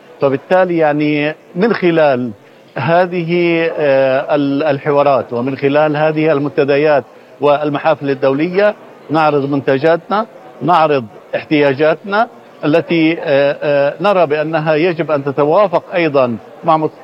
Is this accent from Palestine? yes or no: yes; Palestine; كفلسطينيين